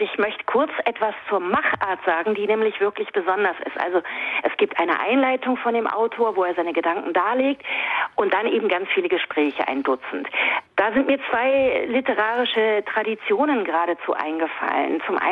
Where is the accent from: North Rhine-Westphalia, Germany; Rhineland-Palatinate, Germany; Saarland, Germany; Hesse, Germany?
Hesse, Germany; Frankfurt; Also mein Blick auf Frankfurt, ich bin dort selber in der Gegend aufgewachsen, habe dort studiert